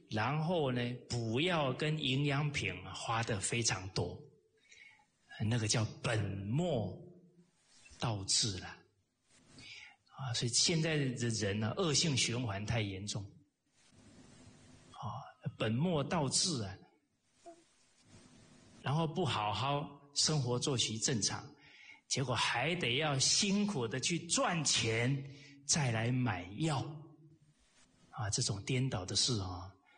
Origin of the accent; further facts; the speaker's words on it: Kaohsiung, Taiwan; moved away as an adult; also born or lived in Tangchi; now in Malaysia; 我是南方人啊，我在高雄长大的，很怕冷啊。